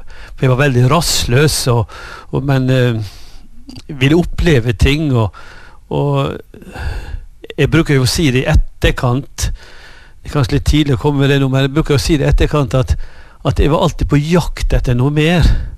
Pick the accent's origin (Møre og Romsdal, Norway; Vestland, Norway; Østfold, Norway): Møre og Romsdal, Norway; Store Kalvøya; Mitt liv, det startet på en øy utenfor Ålesund som heter Store Kalvøya. Der ble jeg født.